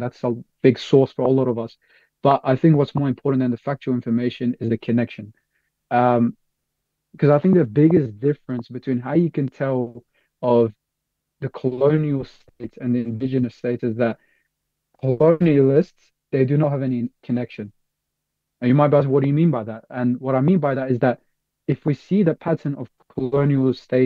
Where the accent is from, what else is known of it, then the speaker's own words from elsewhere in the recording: Australia; Because everywhere I go, especially growing up in Australia, like everywhere I go